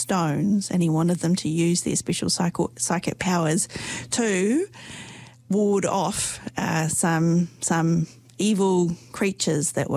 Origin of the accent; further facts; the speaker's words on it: Dunedin, Otago, New Zealand; when I was growing up in Dunedin, Auckland was very exotic compared with Dunedin. It was very far away when I was a child and much hotter than Dunedin.